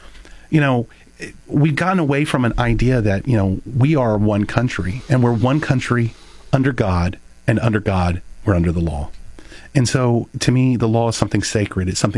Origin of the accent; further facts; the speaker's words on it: Texas, United States; born there; also born or lived in North Dakota / Germany; So I was born in Texas. We then moved to North Dakota. Then we moved to Germany. And I lived in Germany at what I say is the height of the Cold War